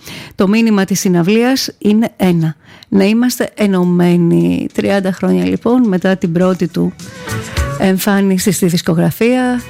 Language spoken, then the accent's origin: Greek; Thessaloniki, Central Macedonia, Greece; Γιατί είμαι από τη Θεσσαλονίκη, γιατί είμαι Μακεδόνας και είναι μεγάλη μου τιμή